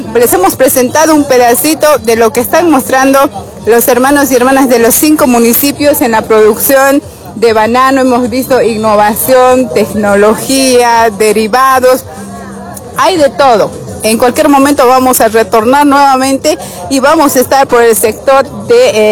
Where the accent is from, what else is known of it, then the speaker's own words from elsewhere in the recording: Oruro, Bolivia; now in Tropics of Cochabamba, Bolivia; yo soy de Oruro y estoy en el trópico